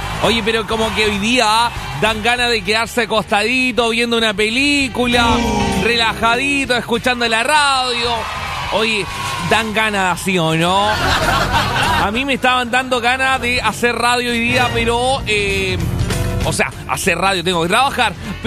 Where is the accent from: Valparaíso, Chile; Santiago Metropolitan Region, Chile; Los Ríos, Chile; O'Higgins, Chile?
Los Ríos, Chile; Valdivia; now in Los Ángeles, Chile; Me recuerda a mi ciudad natal, Valdivia.